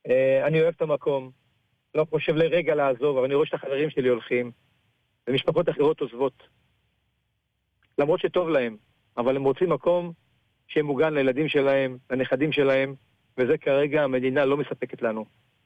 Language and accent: Hebrew; Kiryat Shmona, Northern District, Israel; אני נולדתי פה. נולדתי בצריף הירוק בקריית שמונה. גדלתי פה, התחנכתי פה